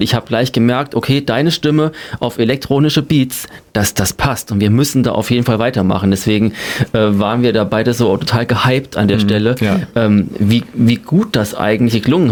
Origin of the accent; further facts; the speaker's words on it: Eschwege, Hesse, Germany; born there; komme hier aus Eschwege, bin auch gebürtiger Eschweger